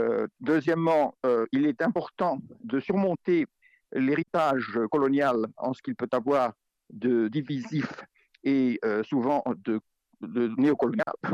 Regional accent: France; now in India; Je suis français, mais j'ai vécu dans de nombreux pays et surtout en Inde. Je suis basé en Inde depuis plus de 20 ans

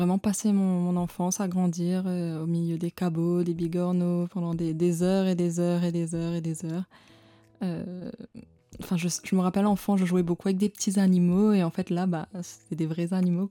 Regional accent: Tamarin, Black River, Mauritius; also born or lived in Germany; moi, j'ai grandi beaucoup, j'ai l'impression vraiment... là où j'habite en fait et quand on est jeune j'habite, j'ai l'impression que ma vie était entre là où j'habite à Tamarin

